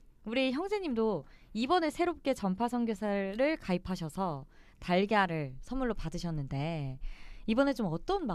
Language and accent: Korean; Seoul, South Korea; 서울에서 나고 자라가지고